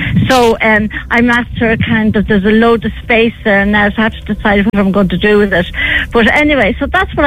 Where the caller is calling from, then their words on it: Newtownmountkennedy, County Wicklow, Ireland; I'm in Newtown Mount Kennedy.